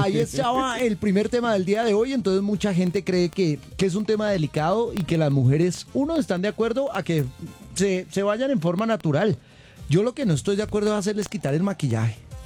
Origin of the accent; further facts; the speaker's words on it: Bogotá, Colombia; yo soy de Bogotá.